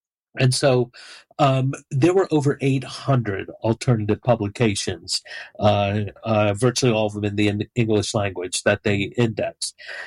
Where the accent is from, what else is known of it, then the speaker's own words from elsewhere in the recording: Maryland, United States; I grew up outside of Baltimore